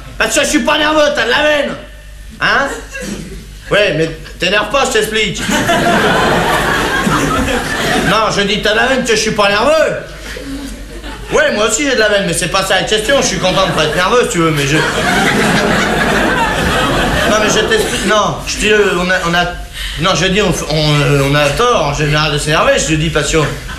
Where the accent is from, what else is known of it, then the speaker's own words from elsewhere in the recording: France; Les Français, c'est des cons, ouais, ben je suis bien blasé, hein, je suis français.